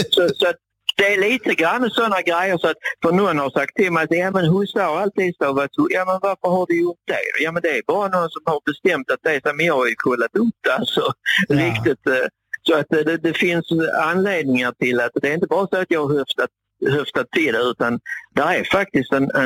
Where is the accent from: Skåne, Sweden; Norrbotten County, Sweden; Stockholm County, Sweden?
Skåne, Sweden; Hagestad; Hagestad där jag växte upp, det ligger ju ganska nära Bornholm så att säga.